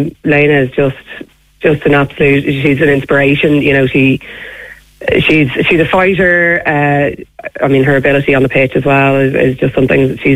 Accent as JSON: {"language": "English", "country": "Ireland", "said": "And just, I suppose, you know, being Irish, we like a dogfight."}